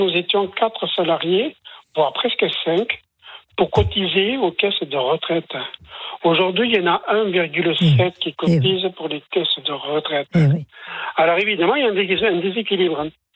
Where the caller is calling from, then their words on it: Nouvelle-Aquitaine, France; Effectivement, je suis au Pays Basque